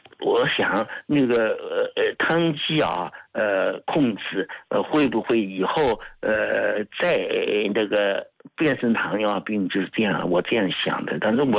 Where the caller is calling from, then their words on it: Hangzhou, Zhejiang, China; 我在杭州。